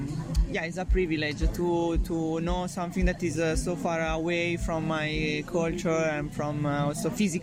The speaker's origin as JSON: {"language": "English", "town": "Bologna", "region": "Emilia-Romagna", "country": "Italy", "said": "I'm Italian. I'm from Bologna."}